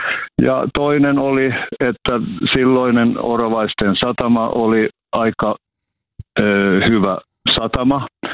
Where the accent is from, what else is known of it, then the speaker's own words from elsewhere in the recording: Petolahti, South Ostrobothnia, Finland; Eihän mä olen Petolahdesta kotoisin Etelä-Pohjanmaalta ja olen toiminut täällä kyläopettajana kyllä monena vuotena.